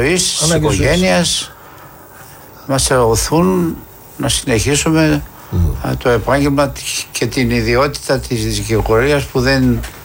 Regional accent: Greece; όταν μια παρέα μικρών παιδιών βρεθήκαμε στο ποτάμι στον Αχελό, είναι δίπλα στο χωριό μου

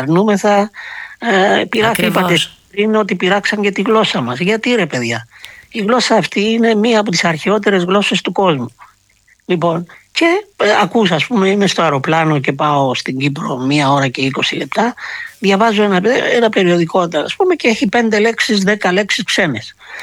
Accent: Greece

